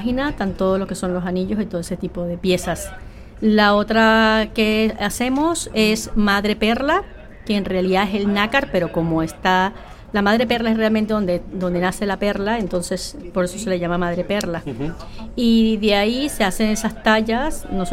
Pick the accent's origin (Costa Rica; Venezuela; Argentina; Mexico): Venezuela; now in Sax, Spain; Sí, soy de Venezuela.